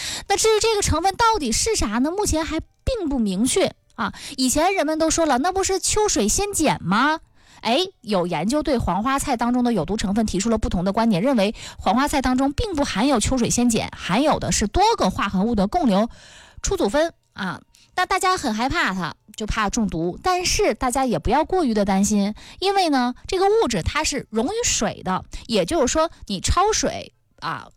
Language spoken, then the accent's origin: Chinese; Northeast China, China